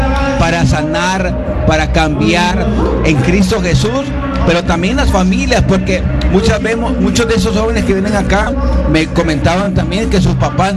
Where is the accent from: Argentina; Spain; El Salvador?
El Salvador; Yo soy de Salvador, yo crecí en Salvador